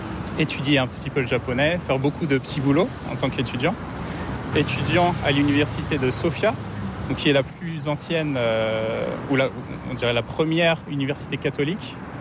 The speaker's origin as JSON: {"language": "French", "town": "Lorient", "region": "Brittany", "country": "France", "said": "puisque la Bretagne, je suis de Lorient, la cité aux multiples ports"}